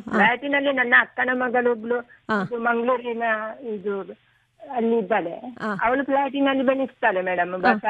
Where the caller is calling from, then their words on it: Puttur, Karnataka, India; ನಾನು ಪುತ್ತೂರಿನಿಂದ … ಮಾತಾಡಿದ್ವಿ.